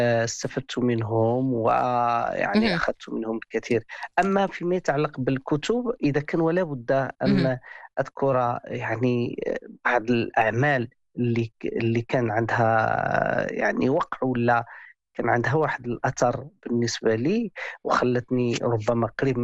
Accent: Morocco; بأننا نحن المغاربة

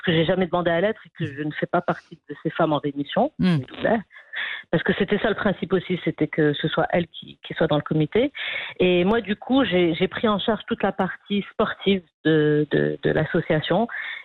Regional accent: Rabat, Rabat-Salé-Kénitra, Morocco; now in Casablanca, Morocco; parce que moi, j'ai grandi à Rabat, donc je découvrais un peu la ville.

